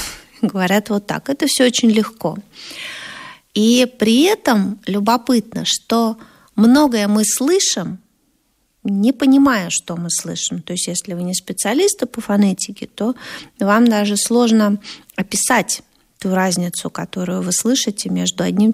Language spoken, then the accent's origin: Russian; Moscow, Russia; accent: Moscow; «А вы откуда? С Москвы?» «Да, с Москвы». «Откуда вы знаете?» «Так у вас же московский акцент!»